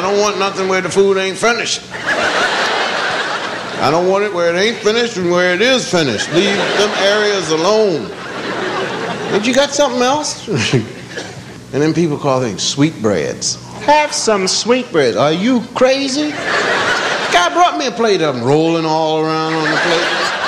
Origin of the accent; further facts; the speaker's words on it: Pennsylvania, United States; Now, I'm from Pennsylvania.